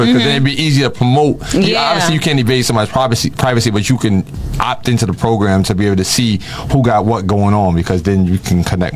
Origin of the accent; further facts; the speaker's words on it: New York City, New York, United States; for me, I'm a New Yorker, I've been to Atlanta a bunch of times